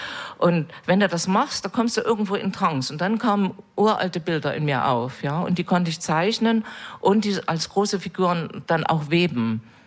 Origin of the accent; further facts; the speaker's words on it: East Germany, Germany; Also ich komme aus der DDR und da hieß das Gleichberechtigung.